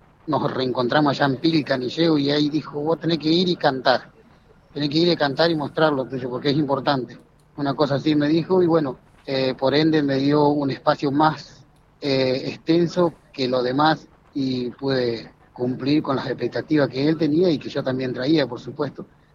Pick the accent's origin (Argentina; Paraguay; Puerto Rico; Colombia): Argentina; Patagonia